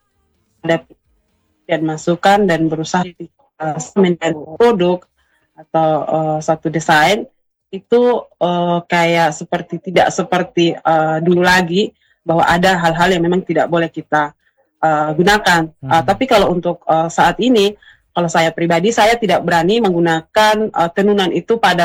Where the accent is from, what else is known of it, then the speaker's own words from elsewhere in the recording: East Nusa Tenggara, Indonesia; Walaupun saya sebagai orang Sumba, tentunya saya juga harus sangat belajar banyak hal